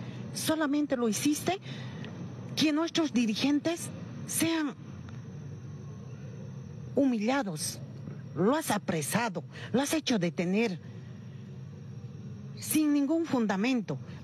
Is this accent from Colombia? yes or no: no; Bolivia